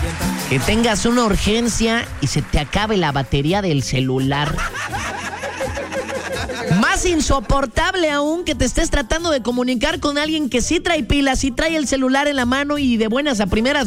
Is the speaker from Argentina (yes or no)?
no; Mexico; Los mexicanos nos llevamos, o sea, somos cotorros.